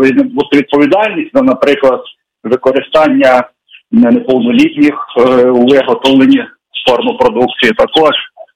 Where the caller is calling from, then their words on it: Ivano-Frankivsk Oblast, Ukraine; я з Івано-Франківщини.